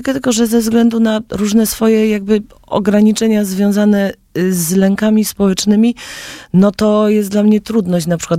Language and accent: Polish; Lesser Poland, Poland; born there; now in Podlaskie, Poland; Przecież ja jestem góralką. Potem mi to mija, bardziej się identyfikuję jako podlasianka chyba już teraz